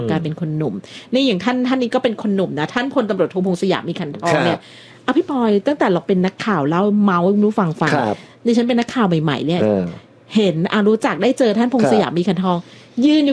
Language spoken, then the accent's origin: Thai; Pattani, Thailand; now in Bangkok, Thailand; ส่วนดิฉันถึงแม้อาศัยอยู่ในกรุงเทพแต่ดิฉันก็มีความเป็นคนปัตตานี